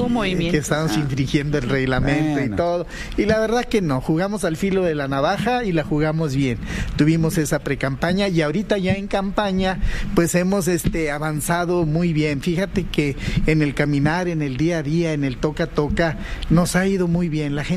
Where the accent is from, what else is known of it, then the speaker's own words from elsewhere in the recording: Saltillo, Coahuila, Mexico; No, yo soy de aquí, de Saltillo.